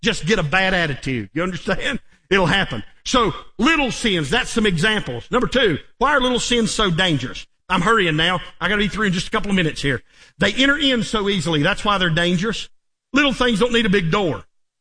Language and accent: English; North Carolina, United States; I'm from North Carolina. I ain't used to hearing moose jump in the creek.